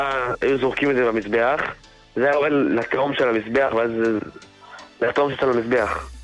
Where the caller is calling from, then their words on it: Central District, Israel; מאזור המרכז.